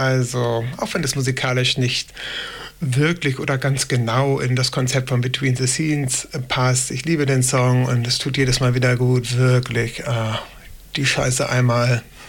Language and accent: German; Hamburg, Germany; ich komme aus Hamburg